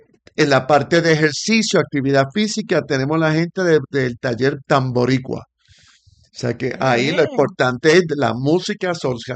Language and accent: Spanish; Mayagüez, Puerto Rico; Mayagüez, buen pueblo. Yo soy de Mayagüez.